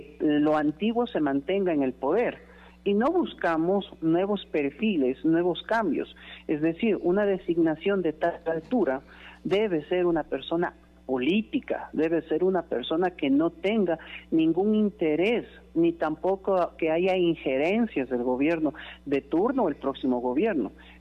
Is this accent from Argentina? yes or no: no; Ecuador; nosotros como ecuatorianos